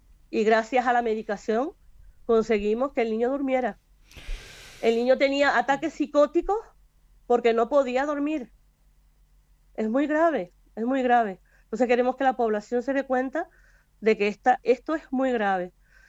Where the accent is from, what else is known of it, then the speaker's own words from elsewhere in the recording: Canary Islands, Spain; yo soy de Quiricó.